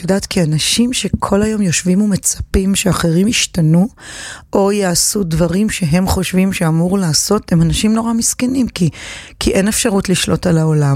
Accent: Herzliya, Tel Aviv District, Israel; born or raised there

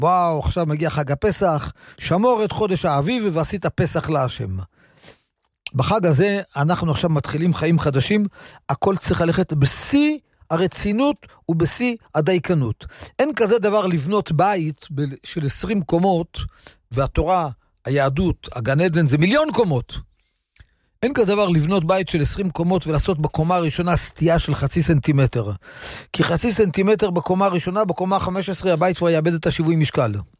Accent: Kiryat Ata, Haifa District, Israel; כמו בכפר עטה שאני גרתי בתור ילד

